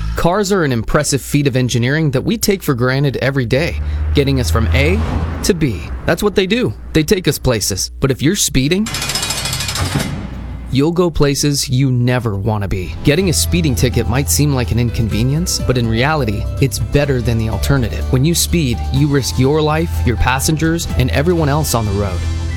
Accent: Alabama, United States; When I was growing up in Alabama, we didn't have cowboys. Just small tracts of land, no big open fields

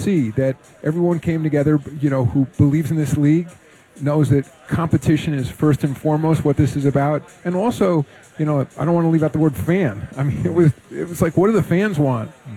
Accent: New York, United States; I'm a New Yorker, so and I was alive for the last two, so I was around.

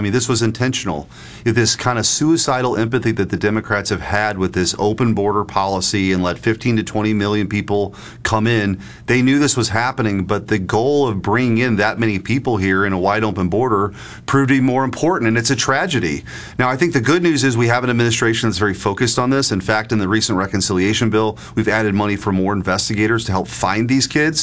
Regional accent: Missouri, United States; I'm from Missouri.

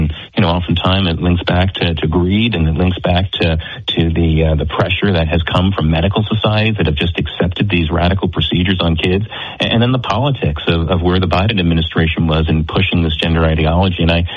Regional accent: Pennsylvania, United States; born there; my home state in Pennsylvania here

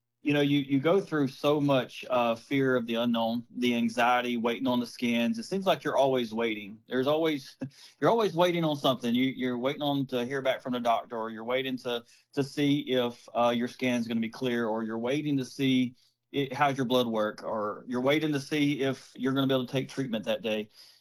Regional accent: Dothan, Alabama, United States; born or raised there

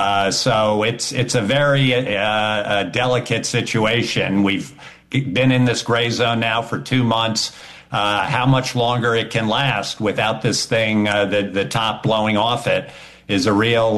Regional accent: United States; Listen, I, as an American citizen

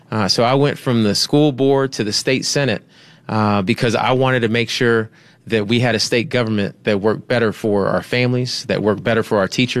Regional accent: Columbus, Georgia, United States; It started in Columbus, Georgia. I was raised on the South Side by 2 parents who didn't go to college

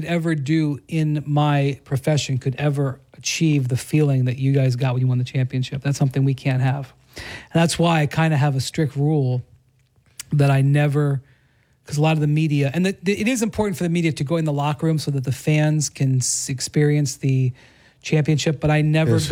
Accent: Cleveland, Ohio, United States; I had born and raised in Cleveland and I covered that team for many years

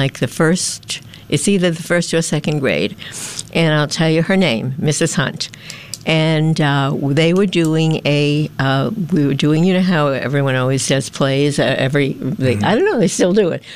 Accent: New York City, New York, United States; born or raised there

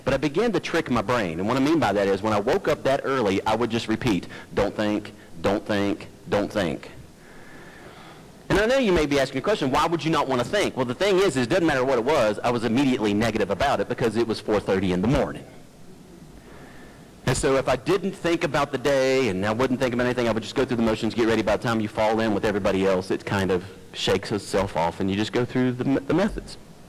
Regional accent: United States; we're American.

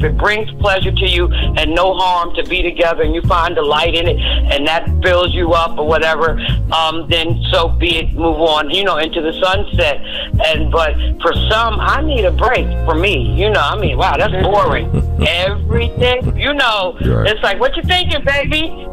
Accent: Bronx, New York, United States; from the Bronx. Good evening, everybody.

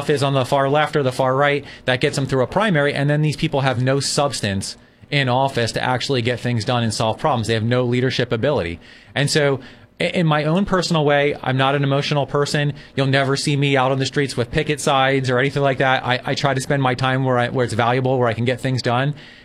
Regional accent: Philadelphia, Pennsylvania, United States; moved away as an adult; now in Carpinteria, United States; I grew up in the Philadelphia area. I grew up a lower income kid.

